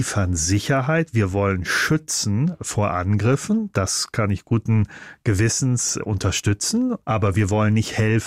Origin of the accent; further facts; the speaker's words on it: Munich, Bavaria, Germany; Als Münchner, es ärgert mich dramatisch.